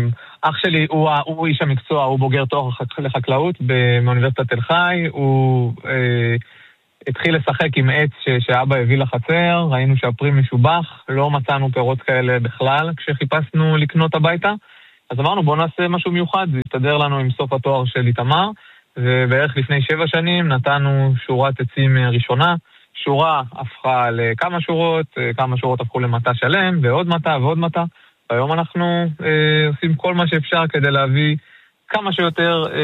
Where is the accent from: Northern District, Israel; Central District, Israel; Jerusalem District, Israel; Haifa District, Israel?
Central District, Israel; אנחנו אמנם ממושב כפרס